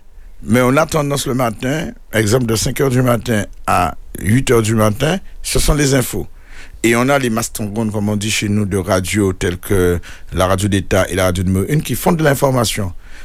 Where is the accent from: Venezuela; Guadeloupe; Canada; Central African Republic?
Guadeloupe; chez nous en Guadeloupe